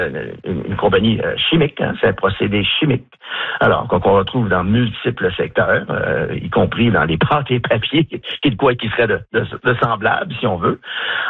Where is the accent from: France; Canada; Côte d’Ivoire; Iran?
Canada; New Richmond, Quebec; moi, j'ai grandi à New Richmond face à Belle-Dune.